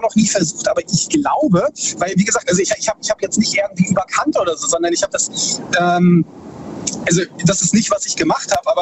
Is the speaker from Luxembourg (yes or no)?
no; Baden-Württemberg, Germany; Ich bin aus zwischen Heidelberg und Karlsruhe.